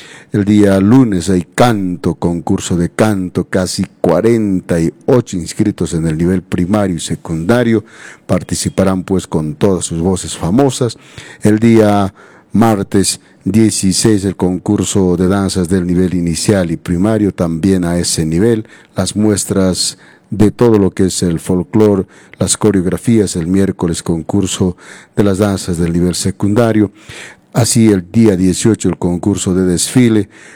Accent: Peru; siendo también nosotros natos de este país, Perú

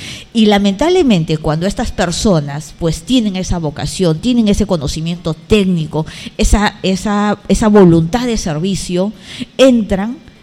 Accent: San Martín, Peru; Soy del Dorado, soy sisina.

